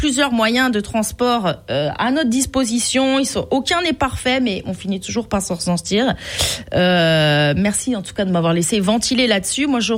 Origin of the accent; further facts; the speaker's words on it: France; now in Montreal, Canada; je suis une femme, Francis. Puis en plus, je suis française